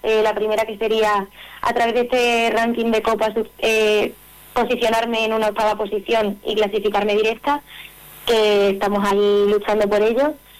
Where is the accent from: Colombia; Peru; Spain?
Spain; Badajoz, Extremadura; desde los últimos judes que hice ahí en Badajoz, en mi tierra, que siempre está muy guay competir en casa